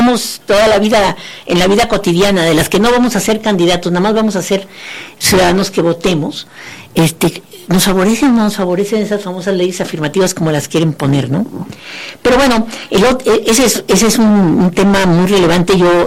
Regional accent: Querétaro, Mexico; born there; en el lugar donde yo nací, aquí en Querétaro

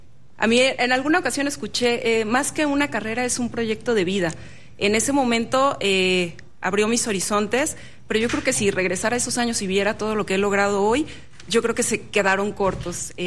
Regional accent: Mexico

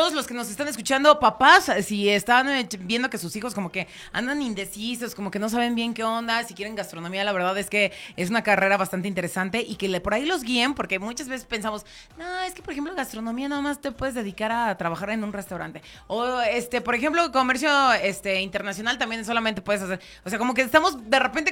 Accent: Mexico; como buen mexicano, todo al último.

